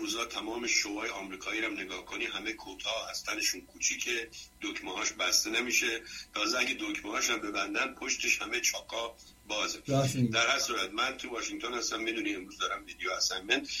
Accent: Iran; now in Washington, United States; البته به قول هندی، هر اهل هر کجا که باشیم ما همه ایرانی هستیم، ولی وقتی آدم صدای آشنا می‌شنوه خود به خود قلقلکش میشه.

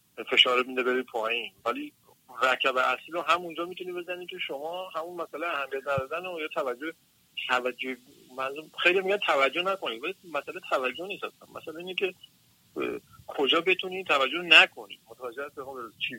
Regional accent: Iran; moved away; ما خودمون هم تو ایران بودیم، تو ایران بزرگ شدم

